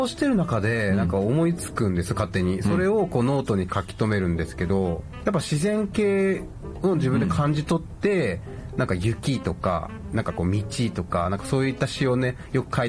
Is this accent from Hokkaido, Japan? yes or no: yes; Sapporo, Hokkaido, Japan; 札幌出身です。